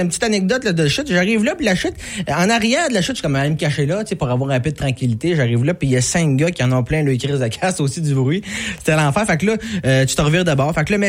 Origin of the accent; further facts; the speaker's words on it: Quebec, Canada; moved away as an adult; also born or lived in Jonquière; moi, je viens pas d'ici. Là. Moi, je viens de la région de Charlevoix.